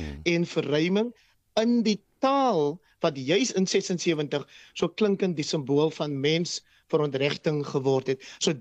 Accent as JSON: {"language": "Afrikaans", "town": "Caledon", "region": "Western Cape", "country": "South Africa", "tie": "born or raised there", "said": "uit plekke soos die waar ek my tans bevind, my tuisdorp Caledon."}